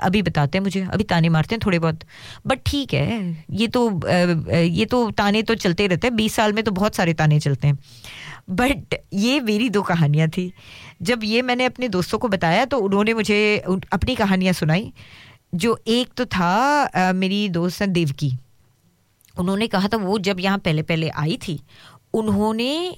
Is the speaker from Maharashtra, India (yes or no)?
yes; Mumbai, Maharashtra, India; moved away; कि भाई मैं तो बॉम्बे में पली बड़ी हूँ, इतनी आवाज़ में पली बड़ी हूँ.